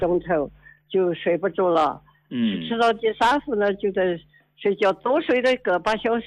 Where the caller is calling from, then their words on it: Yunnan, China; 我是云南的。